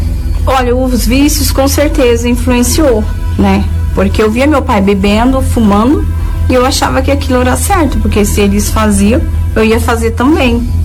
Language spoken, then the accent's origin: Portuguese; Boa Nova, Bahia, Brazil; born there; tenho 37 anos. Eu nasci na Bahia, em Boa Nova.